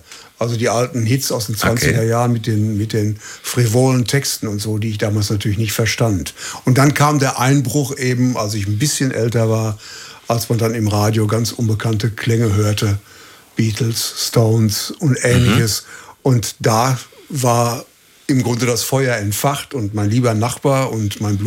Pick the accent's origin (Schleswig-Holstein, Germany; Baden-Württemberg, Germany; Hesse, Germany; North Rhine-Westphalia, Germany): North Rhine-Westphalia, Germany; Schalksmühle; Das war noch in den Schulzeiten, wo wir also dann im Volmetal, wo ich herkomme, aus Schalksmühle, dann also eine berühmte Band wurden, so mit 15, 16.